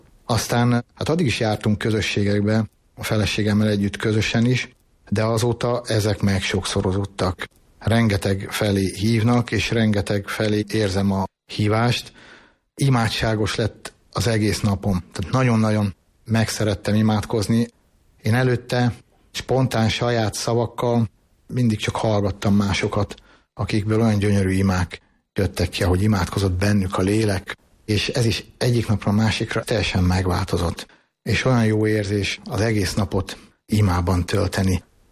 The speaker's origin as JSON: {"language": "Hungarian", "town": "Dunaújváros", "region": "Fejér", "country": "Hungary", "tie": "born or raised there", "lives_now": "Máriabesnyő, Hungary", "said": "Mária Besnyőre Dunajvárosból kerültünk el."}